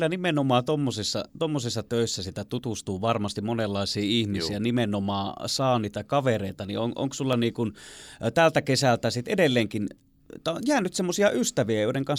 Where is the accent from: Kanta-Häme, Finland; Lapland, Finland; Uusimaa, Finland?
Uusimaa, Finland; Helsinki; now in North Karelia, Finland; Mä oon siis itse Helsingistä kotosi ja mä aina kesäisin kävin täällä Pohjois-Karjalassa.